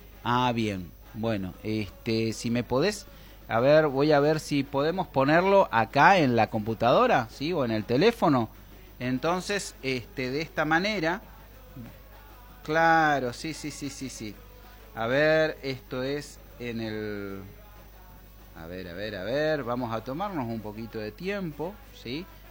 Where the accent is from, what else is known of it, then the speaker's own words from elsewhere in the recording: Argentina; yo no soy argentino, sino que provengo de una nacionalidad o tengo un origen eslavo. Si tengo un origen eslavo, me siento argentino hasta los huevos, ¿sí? 200% argentino